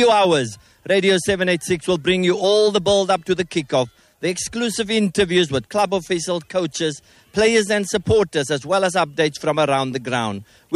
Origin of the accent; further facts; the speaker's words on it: Cape Town, Western Cape, South Africa; I come from Bontville